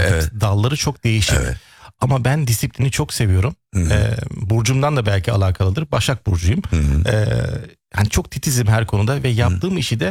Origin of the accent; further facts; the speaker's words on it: Germany; Ben Alman okuluna zaten gittim. Evet. Almanya'da ve hep Almanlar vardı o dönemde. Evet. Büyüdüğüm semtte, çünkü hep Almanların olduğu yerde.